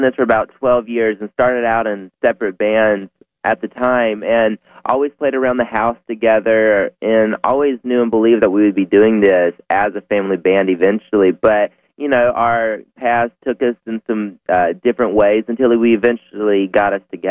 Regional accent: Greeneville, Tennessee, United States; also born or lived in Mobile; We grew up in Upper East Tennessee near Knoxville in a little town called Greenville, Tennessee. And that's Greenville with an E after the N.

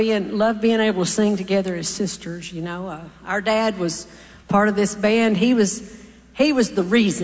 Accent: Texas, United States; now in Tennessee, United States; Well, he told you we're from Texas.

